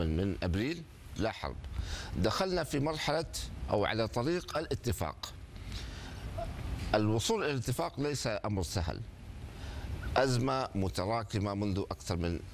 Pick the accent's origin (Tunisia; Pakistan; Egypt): Pakistan; كباكستاني